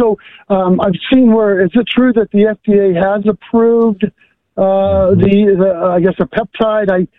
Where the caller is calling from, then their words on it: Tampa, Florida, United States; from Tampa.